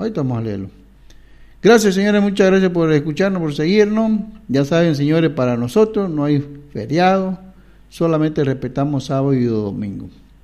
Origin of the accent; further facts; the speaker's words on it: Bolivia; Cuando salimos fuera de Bolivia somos bolivianos. Pero adentro en Bolivia somos cambas, somos collas, somos cruceños, somos cochabambinos, somos paseños, somos todo.